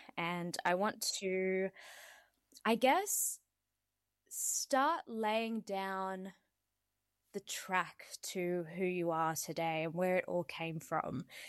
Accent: Sydney, New South Wales, Australia; I'm also from Western Sydney as well.

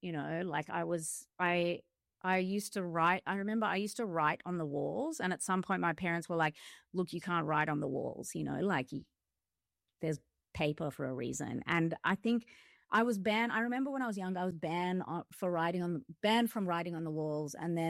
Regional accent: Campbelltown, New South Wales, Australia; because I'm from Campbelltown

